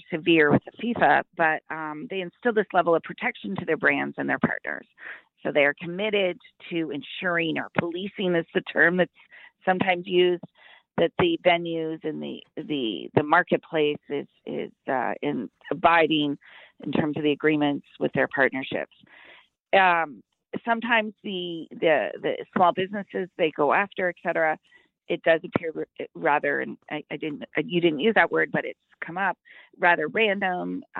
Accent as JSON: {"language": "English", "town": "London", "region": "Ontario", "country": "Canada", "said": "No problem. I'm from London area, so there you go."}